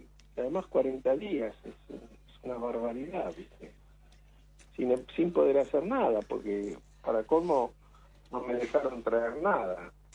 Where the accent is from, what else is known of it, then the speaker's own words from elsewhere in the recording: Carmen de Areco, Buenos Aires Province, Argentina; Carmen de Areco.